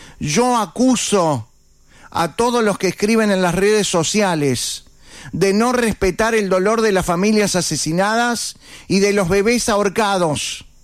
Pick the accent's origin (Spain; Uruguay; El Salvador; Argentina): Uruguay; Somos uruguayos.